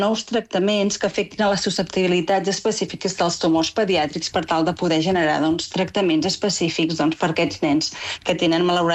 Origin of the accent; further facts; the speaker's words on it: Olot, Catalonia, Spain; moved away as an adult; now in Lisbon, Portugal; Fa concretament 6 anys ara que estic a Lisboa. Sí, sóc d'Olot.